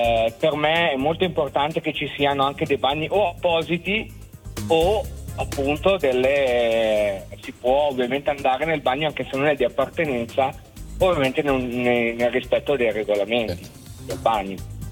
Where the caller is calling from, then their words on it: Lonate Pozzolo, Lombardy, Italy; Da Lonato e Pozzolo, okay, vicino Malpensa.